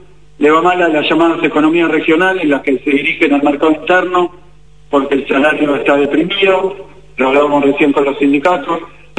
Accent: Argentina; somos argentinos

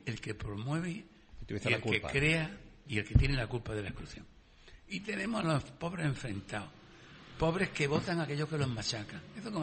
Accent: Jerez, Andalusia, Spain; El chicle, yo soy de Jerez, conozco el chicle, que ha pegado.

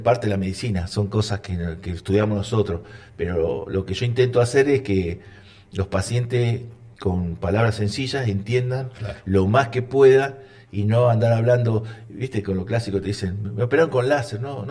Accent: Neuquén, Argentina; acá 2010 vengo. Soy originado de Curralcoso.

